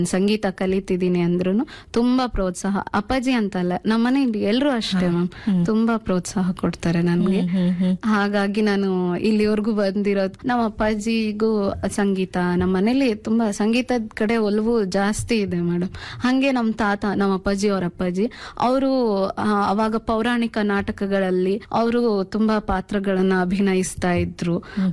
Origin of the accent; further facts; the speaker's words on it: Karnataka, India; ಅದಾದ್ಮೇಲೆ ನಮ್ಮೂರಿಂದ ಒಂದು 2 ಕಿಲೋಮೀಟರ್ ದೂರ ಸಾಸಿವೆಹಳ್ಳಿ ಅಂತ, ಅಲ್ಲಿ ನನ್ನ ಹೈಸ್ಕೂಲ್ ಎಜುಕೇಶನ್ ಅಲ್ಲೇ ಮ್ಯಾಮ್, 8th, 9th, 10th ಅಲ್ಲಿ ಓದಿದ್ದು. ಅಲ್ಲಿಂದ PUC ಹರಪನಹಳ್ಳಿ